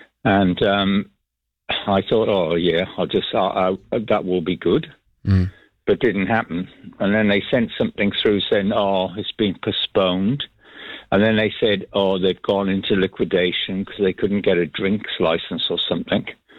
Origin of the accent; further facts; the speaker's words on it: Wales, United Kingdom; I'm Welsh